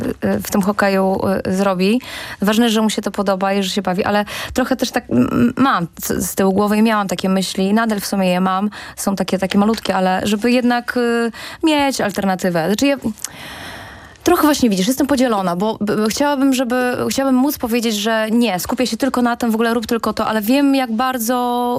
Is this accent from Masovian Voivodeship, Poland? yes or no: no; Warmian-Masurian Voivodeship, Poland; moved away; Ja mieszkałam, właśnie pochodzę z małego miasta, spod Olsztyna.